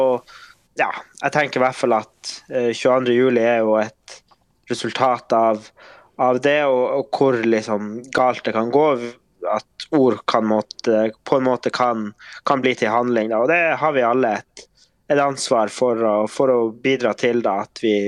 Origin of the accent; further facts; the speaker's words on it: Hammerfest, Finnmark, Norway; Men så växte jag upp i Hammerfest med en far som var psykisk sjuk